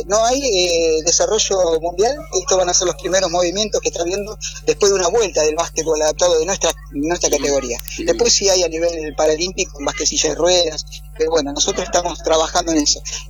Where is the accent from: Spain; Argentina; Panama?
Argentina; Patagonia; yo vengo de la Patagonia, vivo en Río Negro